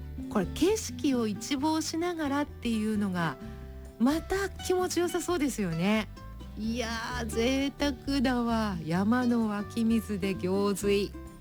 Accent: Shizuoka, Japan; 昨日それこそふるさとの近く袋井でも花火大会があったみたいで

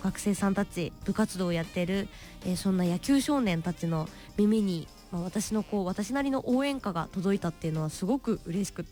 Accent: Mito, Ibaraki, Japan; 地元水戸への思い

